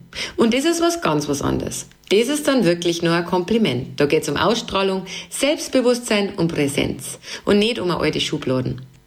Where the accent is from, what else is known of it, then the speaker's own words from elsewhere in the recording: Bavaria, Germany; Bei uns in Bayern, naja, da hängt oft ein Grinsen dran.